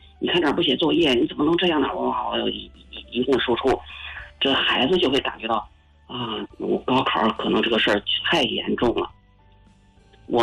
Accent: China; 你看我中国人啊，有的时候有那个皮肤饥渴症

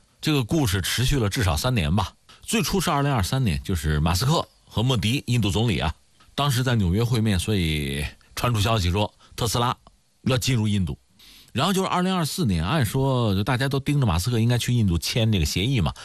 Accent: China; 咱是中国人

